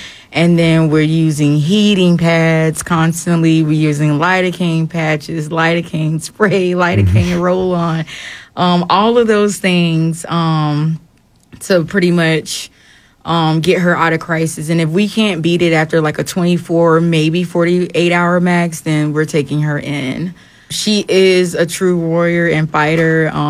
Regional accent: West Palm Beach, Florida, United States; We're actually from West Palm Beach, Florida.

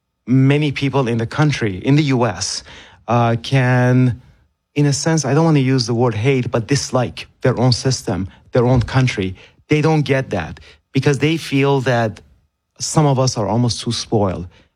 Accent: Iran; moved away; as a kid growing up in Iran in the 1980s when the 8-year war was going on with Iraq, I had hope in one country.

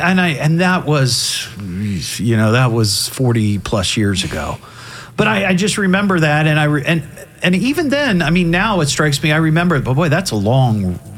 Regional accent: Beavercreek, Ohio, United States; this is my hometown. Beaver Creek is my hometown.

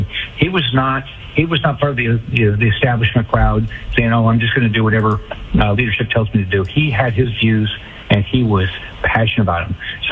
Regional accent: Florida, United States; I'm from Florida, so we know how to work.

